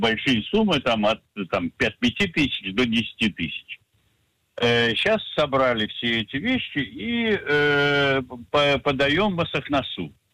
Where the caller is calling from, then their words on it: Ashdod, Southern District, Israel; из Ашдода.